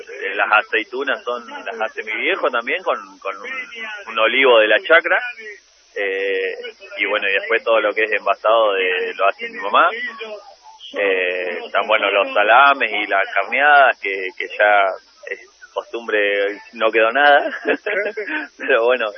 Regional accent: Belisle, Río Negro, Argentina; la carneada de Belisle, es mi pueblo

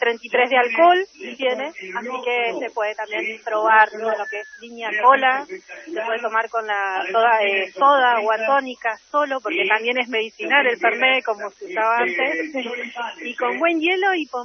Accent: Pomona, Río Negro, Argentina; nosotros somos de Pomona, en la parte de la chacra, utilizamos hierbas y raíces, cortezas, todo de la zona

